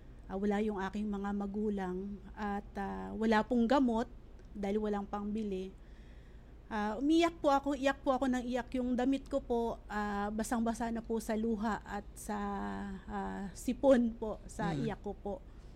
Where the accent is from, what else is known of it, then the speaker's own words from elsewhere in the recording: Western Visayas, Philippines; moved away; Sa Negros po ako lumaki.